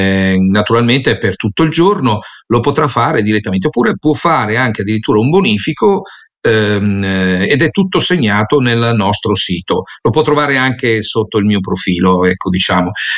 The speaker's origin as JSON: {"language": "Italian", "town": "Rimini", "region": "Emilia-Romagna", "country": "Italy", "said": "per me, che sono riminese"}